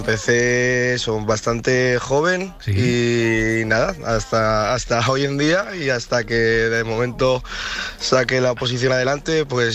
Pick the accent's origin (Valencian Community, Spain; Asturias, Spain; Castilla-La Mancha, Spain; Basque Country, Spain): Asturias, Spain; Gijón; Bueno, yo, Aitana, tengo que corregirte, soy de Gijón, no de Ribera de Sella